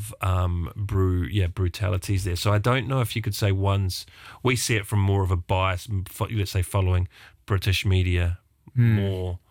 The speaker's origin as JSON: {"language": "English", "country": "New Zealand"}